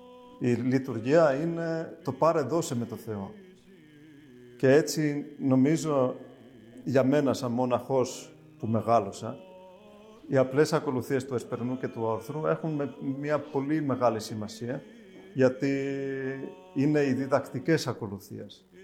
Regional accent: Finland; now in Estonia; Θυμάμαι όταν ήμουν μικρός στην Φιλανδία

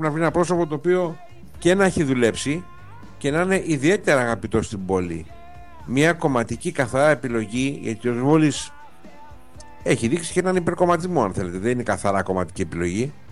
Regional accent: Patras, Western Greece, Greece; για μένα ως πατρινός

